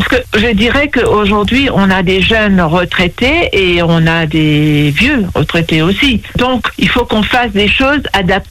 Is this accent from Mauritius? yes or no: yes; Mauritius; also born or lived in Lebanon / Cyprus; now in Neuvillette-en-Charny, France; Moi, je viens de l'île Maurice. J'ai quitté le pays en 84 en direction du Liban, dont j'ai resté 10 ans, et j'ai connu la guerre aussi, la guerre en 85. Et puis, suite à ça, je suis partie à Chypre.